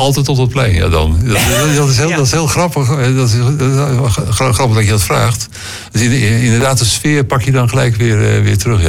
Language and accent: Dutch; Zwijndrecht, South Holland, Netherlands; born or raised there; moved away